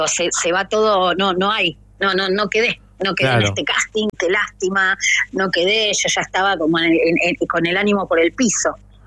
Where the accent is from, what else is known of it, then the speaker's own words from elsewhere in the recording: Rosario, Santa Fe, Argentina; born there; Yo venía trabajando en la ciudad de Rosario, que es mi ciudad natal, ciudad a la que siempre tengo que agradecer